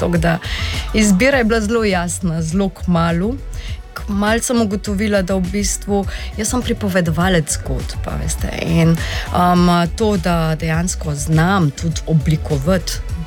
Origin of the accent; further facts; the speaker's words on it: Central Sava, Slovenia; Odraščala sem v rudarski koloniji